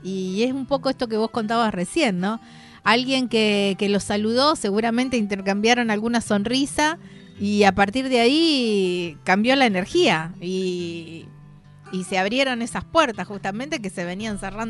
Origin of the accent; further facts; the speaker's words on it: Argentina; viste cómo somos los argentinos